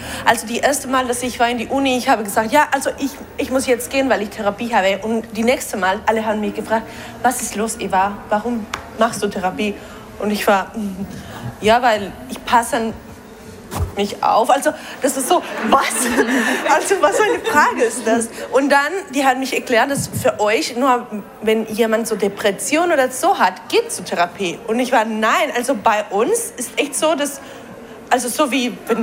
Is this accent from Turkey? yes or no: no; Mexico; German is a second language; moved away as an adult; now in Germany; Also ich komme aus Mexiko